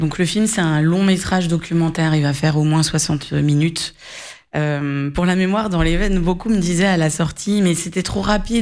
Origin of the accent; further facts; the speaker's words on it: Alfortville, Île-de-France, France; Je suis née en France en 1987. J'ai eu cette chance. J'ai vécu à Alfortville avec ma communauté autour.